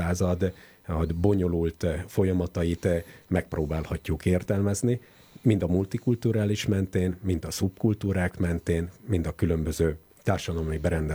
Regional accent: Hegykő, Győr-Moson-Sopron, Hungary; moved away as an adult; also born or lived in Nyíregyháza; én beleszülettem Észak-Nyugat-Magyarországon, Sopron mellett egy pici faluban, egy katolikus közösségbe, ez a kicsi falu Hegykő

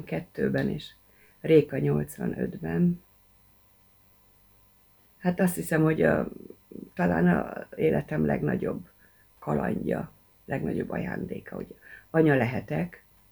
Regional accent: Hungary; moved away as an adult; also born or lived in Frankfurt, Germany; hogy magyarok vagyunk

